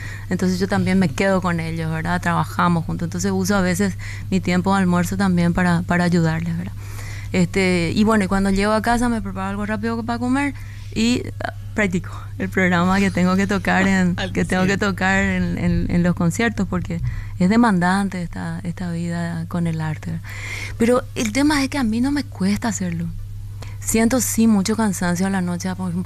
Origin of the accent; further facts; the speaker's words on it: Paraguay; moved away; Al público de mi tierra